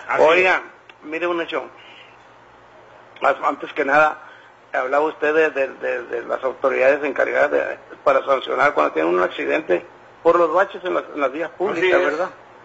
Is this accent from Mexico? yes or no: yes; Mexico; somos de mexicanos laboralmente activos